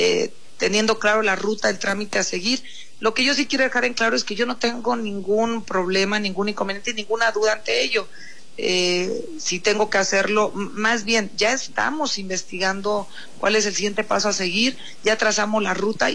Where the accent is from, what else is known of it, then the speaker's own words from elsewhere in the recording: La Manga, La Yesca, Nayarit, Mexico; also born or lived in California, United States / Tepic; mis padres me traen de muy pequeña. Yo termino de estudiar la primaria allá en mi pueblo, en La Manga, una parte, otra acá en la capital, en Tepic, y aquí estudié ya la secundaria, prepa, universidad